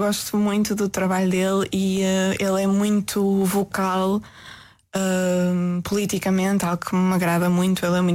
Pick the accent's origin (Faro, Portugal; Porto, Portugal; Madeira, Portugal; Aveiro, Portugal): Porto, Portugal; Póvoa de Varzim; born there; now in Porto, Portugal; eu nasci na Póvoa e então parte da minha família materna está na Póvoa, então eu viajava muitas vezes para a Póvoa e para o Porto.